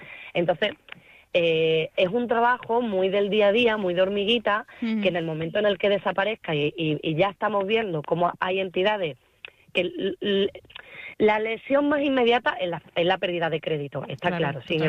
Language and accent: Spanish; Extremadura, Spain; Yo soy extremeña, trabajo en Extremadura y gran parte de mis compañeros y compañeras también.